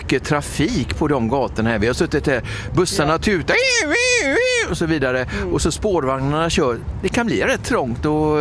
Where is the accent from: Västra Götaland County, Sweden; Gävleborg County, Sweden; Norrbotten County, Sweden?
Västra Götaland County, Sweden; Gothenburg; Det är någonting som vi göteborgare och alla turister kommer till att se fram emot.